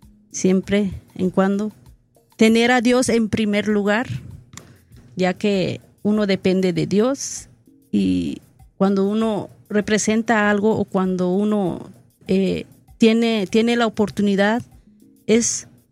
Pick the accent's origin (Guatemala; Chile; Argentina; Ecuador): Guatemala; Así es que yo ya soy embajadora, soy candidata, soy la reina de Guatemala, y eso me hace sentir muy orgullosa.